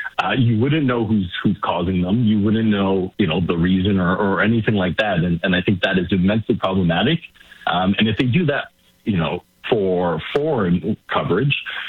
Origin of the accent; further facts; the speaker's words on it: Canada; I guess you could say I'm depending on how you define it, second generation. I'm first in my family, born and raised in Canada. My parents, first generation to come here.